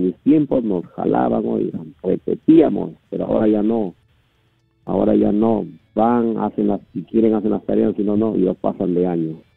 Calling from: Mórrope, Lambayeque, Peru; Está llamando de Lambayeque, Morrope.

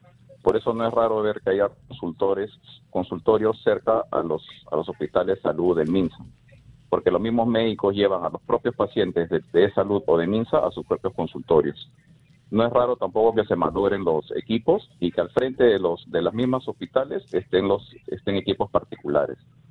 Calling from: Lima, Peru; llamo desde Surco.

